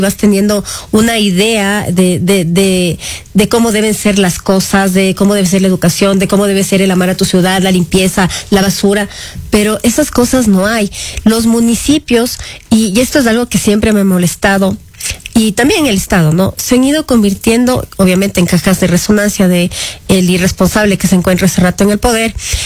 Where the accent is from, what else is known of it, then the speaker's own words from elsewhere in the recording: Quito, Pichincha, Ecuador; creo que nosotros como quiteños, bueno, si le podría yo identificar al quiteño, yo creo que el quiteño naturalmente es bravo